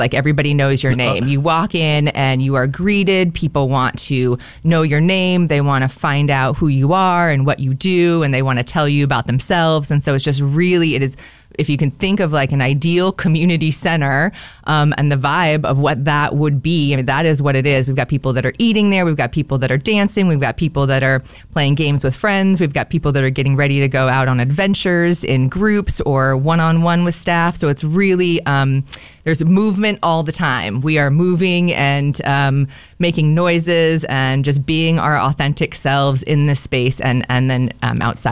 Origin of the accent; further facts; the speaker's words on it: Seattle, Washington, United States; moved away as an adult; now in Bellingham, United States; And though I was born and raised in Seattle, I've spent the last 20 years here in Bellingham.